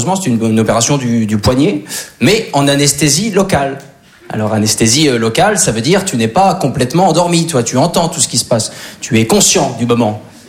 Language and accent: French; Normandy, France; Alors moi je suis originaire de Basse-Normandie.